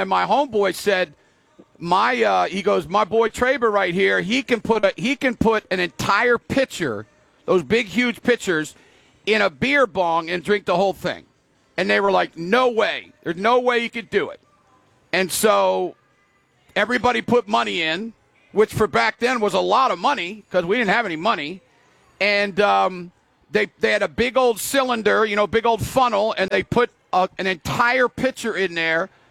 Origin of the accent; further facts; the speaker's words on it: Maryland, United States; I come from Maryland, and I am the scholar athlete of the entire state.